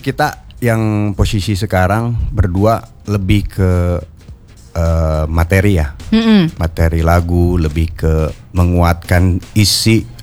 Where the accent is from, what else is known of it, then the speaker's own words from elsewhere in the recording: Bandung, West Java, Indonesia; Asli Bandung.